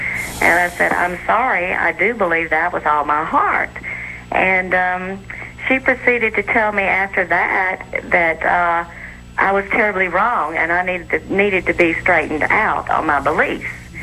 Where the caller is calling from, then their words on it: Birmingham, Alabama, United States; Hi, Mother … I'm calling locally. I'm here from Birmingham